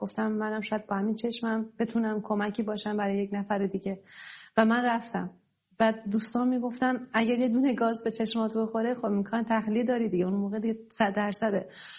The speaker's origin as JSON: {"language": "Persian", "town": "Esfarayen", "region": "North Khorasan", "country": "Iran", "said": "روی تخت بیمارستان شهرستان اسفراین، شهر خودمون"}